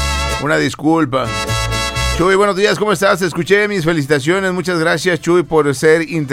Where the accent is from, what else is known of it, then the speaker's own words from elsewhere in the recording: Mexico; como toda mexicana, me quedé sin línea telefónica